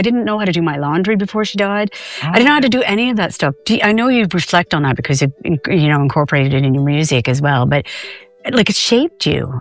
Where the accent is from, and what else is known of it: Canada; moved away